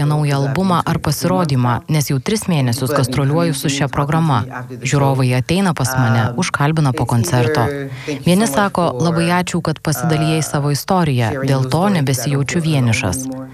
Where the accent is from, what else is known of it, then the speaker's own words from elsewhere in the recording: Comoros; Buvau aukščiausia mergina savo aplinkoje. Aš iš Komorų salų, žmonės ten neaukšti. O aš beveik 1,80 m.